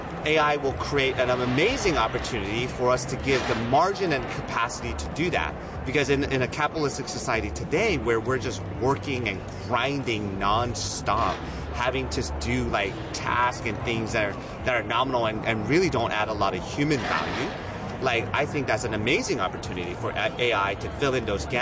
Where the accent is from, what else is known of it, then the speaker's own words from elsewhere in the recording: California, United States; now in New York City, United States; I'm also from the Bay Area. I was born and raised. I now live in New York City.